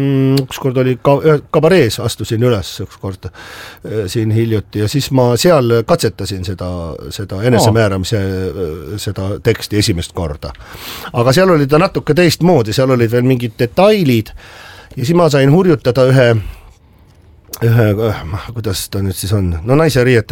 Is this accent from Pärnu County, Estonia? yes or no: no; Tallinn, Harju County, Estonia; born there; naaber sünnipäraselt, et ma olen ju seal Hiiu pubi vastas on lillepoekane